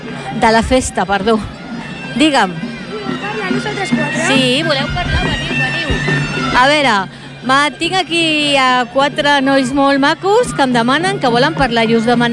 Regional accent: Esplugues de Llobregat, Catalonia, Spain; com a espluguina que sóc

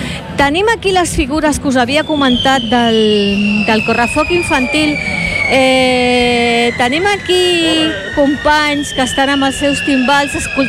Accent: Esplugues de Llobregat, Catalonia, Spain; com a espluguina que sóc

